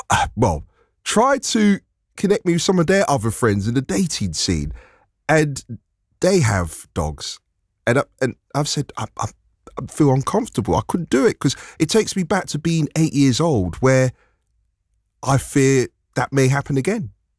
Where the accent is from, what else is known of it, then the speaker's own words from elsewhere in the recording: London, United Kingdom; when I was 8 years old, and the flats where I grew up in Northwest London, I used to play football